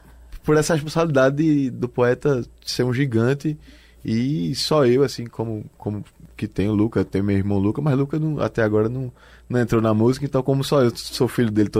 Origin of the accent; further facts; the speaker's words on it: Paulista, Pernambuco, Brazil; born there; nasci em Paulista.